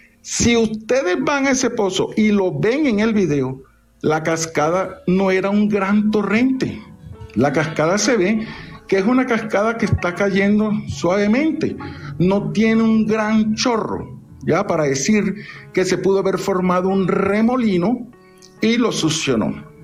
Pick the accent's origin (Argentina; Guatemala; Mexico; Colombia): Colombia; Santa Marta, Magdalena; como samario que soy de pura cepa